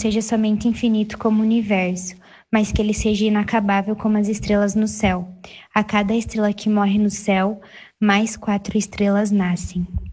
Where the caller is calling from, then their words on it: Ventania, Paraná, Brazil; Eu sou aqui de Ventania.